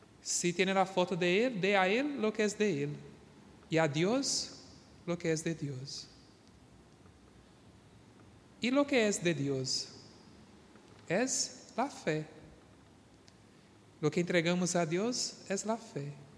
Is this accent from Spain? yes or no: no; Brazil; now in Chile; en mi comunidad, donde yo he nacido